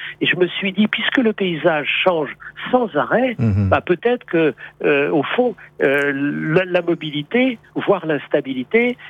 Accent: Paris, Île-de-France, France; et moi je suis parisien, c'est le parisien qui vous le dit

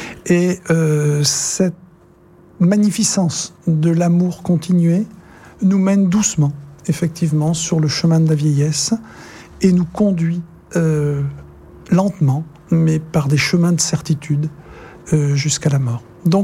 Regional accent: Brittany, France; donc je suis un breton consubstantiel

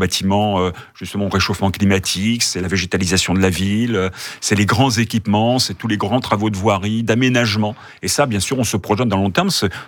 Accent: Dinan, Brittany, France; J'aime Dinan, j'y suis né, j'y ai fait une partie de mes études au Cordelier.

